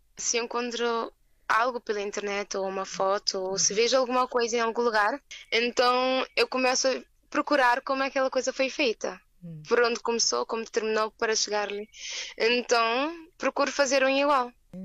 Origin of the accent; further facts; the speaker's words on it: Cape Verde; sou de Cabo Verde.